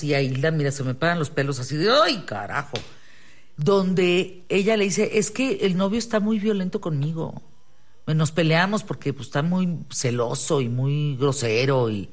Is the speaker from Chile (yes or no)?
no; Mexico; como mexicanos tenemos que ver